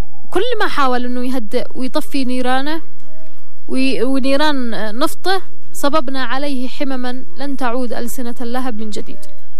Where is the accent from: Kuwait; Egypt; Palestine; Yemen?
Yemen; إحنا كشعب يمني وأبناء الشعب اليمني العظيم